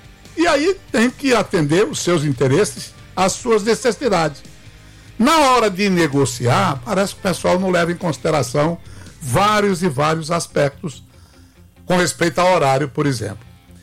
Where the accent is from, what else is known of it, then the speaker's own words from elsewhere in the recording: Crato, Ceará, Brazil; moved away; Quando aqui cheguei, como cearense